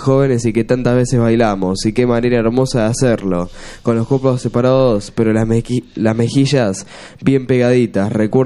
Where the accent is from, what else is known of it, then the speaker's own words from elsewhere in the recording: Victoria, Entre Ríos, Argentina; born there; yo nací en Victoria, Entre Ríos